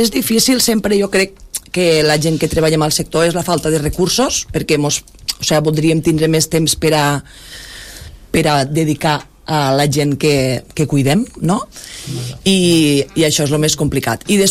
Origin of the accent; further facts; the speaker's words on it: Tortosa, Catalonia, Spain; born there; moved away as an adult; now in Roquetes, Spain; Jo soc, o sigui, vaig néixer a Tortosa i soc de Roquetes.